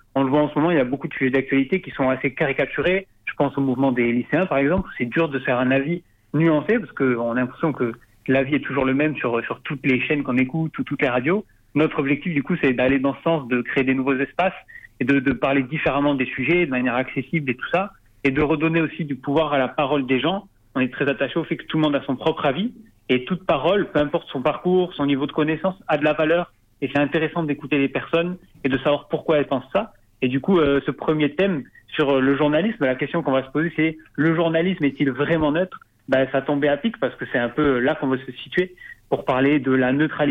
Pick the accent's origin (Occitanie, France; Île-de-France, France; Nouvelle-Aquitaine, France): Occitanie, France; Et puis, tout simplement, c'est chez moi. C'est là où je su